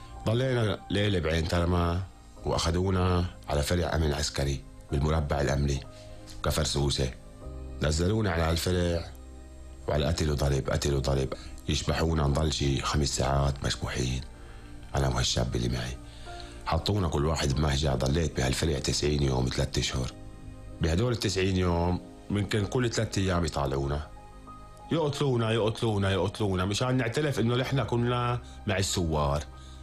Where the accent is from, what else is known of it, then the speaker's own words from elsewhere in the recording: Syria; قلت له من حلستا قرب لعندي. قلت له انا من حلستا قرب.